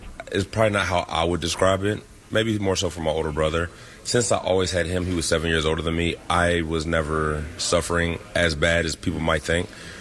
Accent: Virginia, United States; born there; But where I'm from, I say Virginia just because I was in Virginia from third grade to high school. You know, so that's majority of my life.

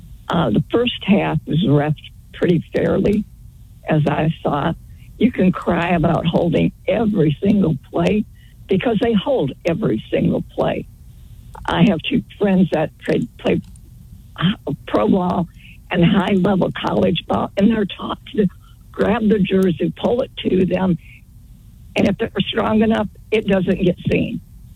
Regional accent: Florida, United States; also born or lived in Michigan; now, I'm from Florida. Prior to that, Michigan.

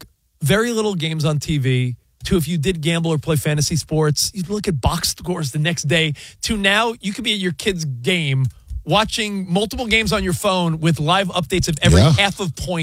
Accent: East Coast, United States; But for us, I grew up on the East Coast.

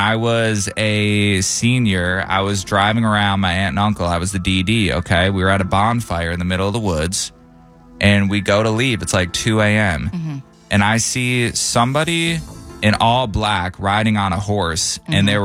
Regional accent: Traverse City, Michigan, United States; my hometown in Traverse City, Michigan

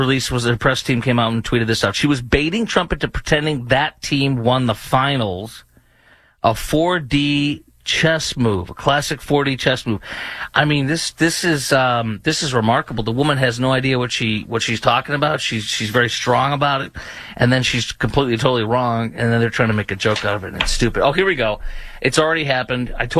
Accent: Chicago, Illinois, United States; when I was growing up in Chicago and the Bulls were on fire and fuego.

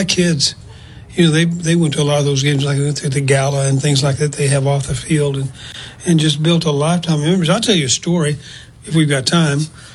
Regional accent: Texas, United States; also born or lived in Oklahoma; coming from Texas, growing up in the Texas Panhandle and going to a small school in Oklahoma

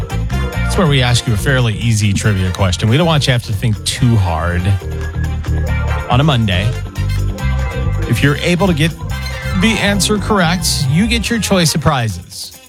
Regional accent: California, United States; born there; I was born near Sacramento.

